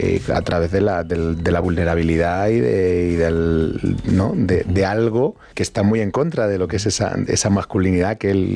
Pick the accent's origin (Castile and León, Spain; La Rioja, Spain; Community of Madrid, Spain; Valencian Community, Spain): Community of Madrid, Spain; Getafe; yo no me adentraba en terreno desconocido, es decir, yo soy de Getafe. No, que lo digo además